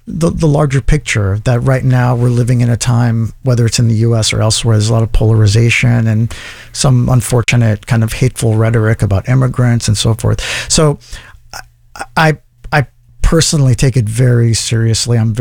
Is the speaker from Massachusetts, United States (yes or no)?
yes; Cambridge, Massachusetts, United States; born there; I was born in, I'm a first generation. I was born here in Cambridge. So yeah, my mom and dad met here in Southie.